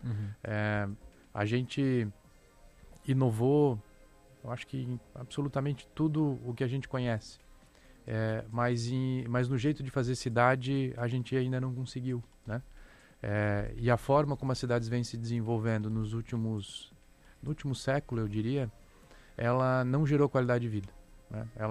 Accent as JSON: {"language": "Portuguese", "town": "Joinville", "region": "Santa Catarina", "country": "Brazil", "tie": "born or raised there", "said": "Eu sou joinvilense, eu costumo dizer que eu sou nascido e mal criado aqui"}